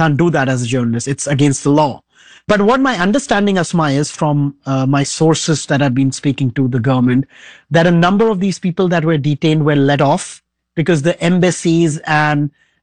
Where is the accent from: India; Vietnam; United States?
India; now in Dubai, United Arab Emirates; I come from India